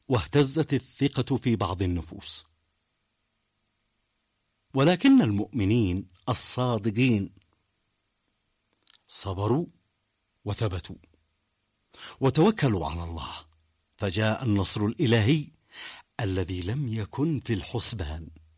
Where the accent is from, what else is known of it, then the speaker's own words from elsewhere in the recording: Yemen; نحن كشعب يمني